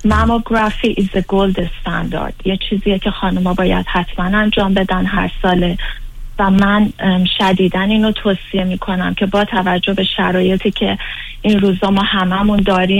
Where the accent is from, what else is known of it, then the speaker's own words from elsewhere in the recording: Iran; moved away; خودم ایرانی هستم